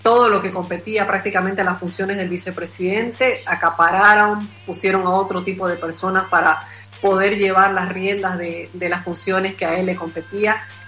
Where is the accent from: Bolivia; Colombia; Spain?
Bolivia; a nosotros como bolivianos